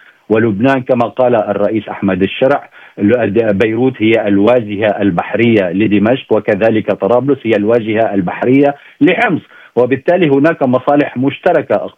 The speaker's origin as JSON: {"language": "Arabic", "country": "Syria", "said": "مشكلتنا نحن كسوريين مع حزب الله"}